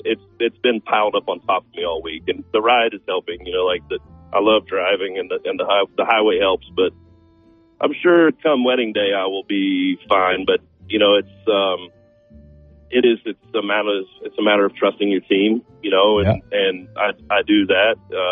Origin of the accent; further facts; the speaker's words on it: Missouri, United States; She and I are both born and raised in Missouri, and there's a little place in the Ozarks called Haha Tonka State Park